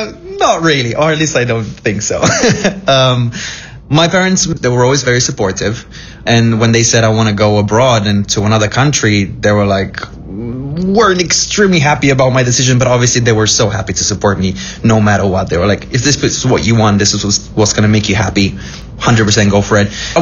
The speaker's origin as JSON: {"language": "English", "town": "Cluj-Napoca", "region": "Cluj County", "country": "Romania", "tie": "born or raised there", "second_language": "English", "moved": "as an adult", "said": "I've been in the same hometown. It's called Cluj, where I'm from. And I've been there for so long, and I knew so many people."}